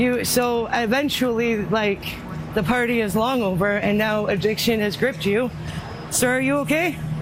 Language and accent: English; London, Ontario, Canada; And no one knew me out there. I was from London, Ontari